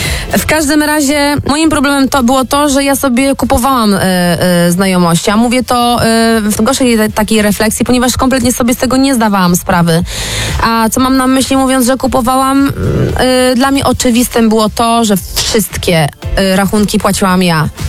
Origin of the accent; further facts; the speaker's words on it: Ciechanów, Masovian Voivodeship, Poland; jestem po prostu laską z Ciechanowa